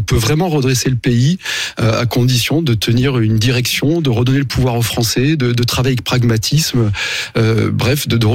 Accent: France; en tant que Français

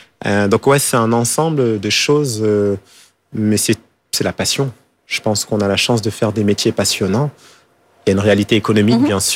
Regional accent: Île-de-France, France; J'ai grandi. Je suis né à Paris, 18e, mais j'ai grandi en banlieue.

